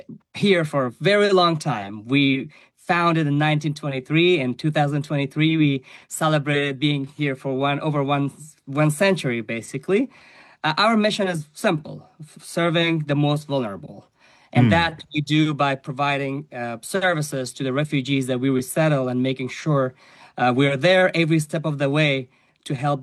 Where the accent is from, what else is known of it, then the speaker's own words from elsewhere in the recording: Afghanistan; now in Roanoke, United States; I am from Afghanistan.